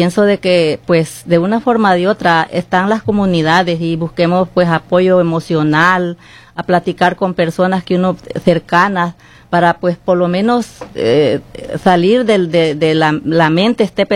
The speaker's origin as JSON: {"language": "Spanish", "country": "El Salvador", "moved": "yes"}